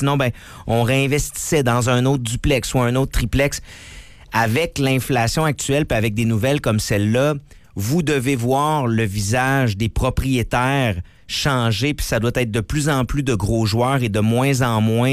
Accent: Quebec City, Quebec, Canada; j'ai grandi dans Limoilou, j'habite encore Limoilou.

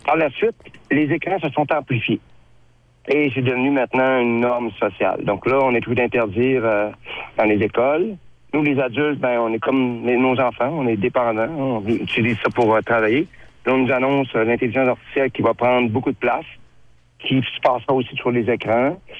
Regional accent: Saguenay, Quebec, Canada; Chez nous, au Saguenay

